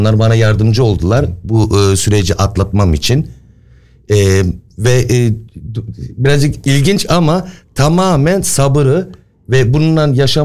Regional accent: Hamburg, Germany; 47 yaşındayım. Hamburg'da doğdum. Doğma büyüme buradayım.

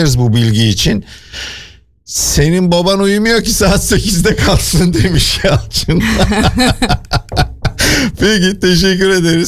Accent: İzmir, Turkey; Ama biz İzmirliyiz ya. Bizim için Urla olsun, Çeşme olsun.

